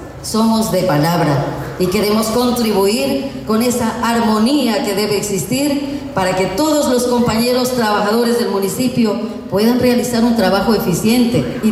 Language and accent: Spanish; Catamayo, Loja, Ecuador; somos gente de Catamayo